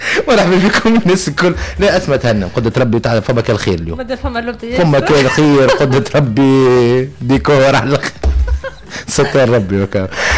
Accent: Bizerte Governorate, Tunisia; انا منزل بنزرت انا بنزرت

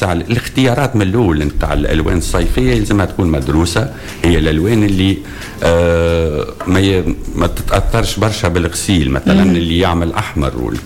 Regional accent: Tunisia; عندنا في تونس

